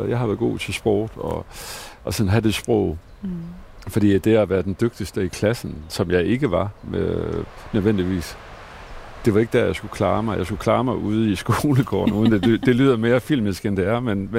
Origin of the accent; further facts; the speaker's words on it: Central Denmark Region, Denmark; born there; also born or lived in Juelsminde; jeg er faktisk barnefødt i Vestjylland.